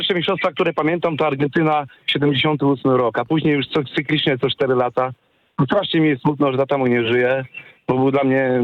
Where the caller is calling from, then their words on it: Szczecin, West Pomeranian Voivodeship, Poland; Stały słuchacz … ze Szczecina.